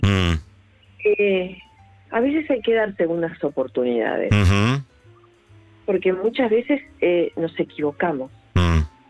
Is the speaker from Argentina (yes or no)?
yes; Vicente López, Buenos Aires Province, Argentina